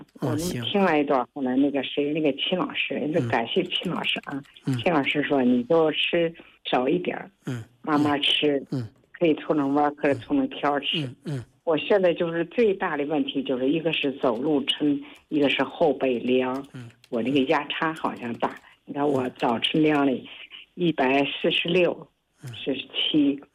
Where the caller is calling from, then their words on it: Hebei, China; 我是河北的，七十多了。